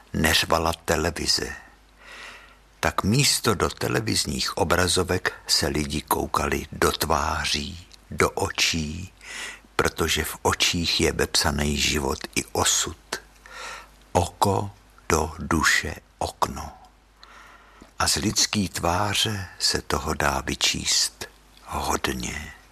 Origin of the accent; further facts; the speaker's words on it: Central Bohemian Region, Czechia; U nás na Rakovnicku se říkalo táč.